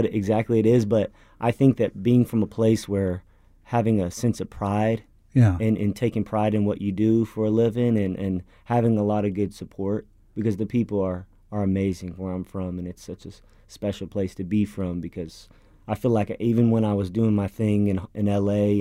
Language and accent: English; North Richland Hills, Texas, United States; So I grew up in a little town outside of Fort Worth called North Richland Hills.